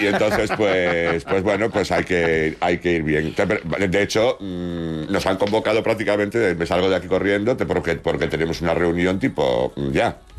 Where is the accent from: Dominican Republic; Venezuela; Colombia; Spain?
Spain; Foz, Galicia; Pues fíjate que en mi pueblo, en Foz, tiene que haber hoy unos buenos enfrentamientos